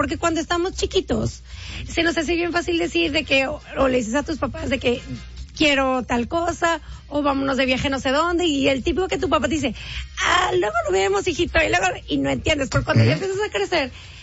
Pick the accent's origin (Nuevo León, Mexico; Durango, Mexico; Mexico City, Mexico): Nuevo León, Mexico; Monterrey; pero yo soy de Monterrey. Tengo años siendo aquí de Monterrey, soy regia.